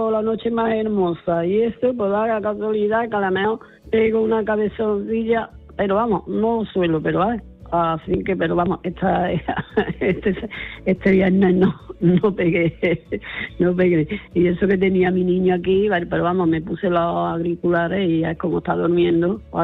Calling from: Córdoba, Andalusia, Spain; de Córdoba

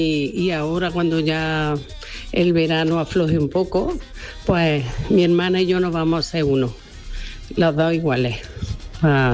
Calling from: Córdoba, Andalusia, Spain; Buenas tardes … de Córdoba.

